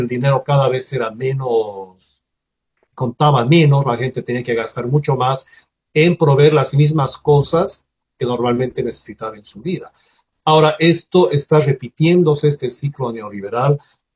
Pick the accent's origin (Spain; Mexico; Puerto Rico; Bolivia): Bolivia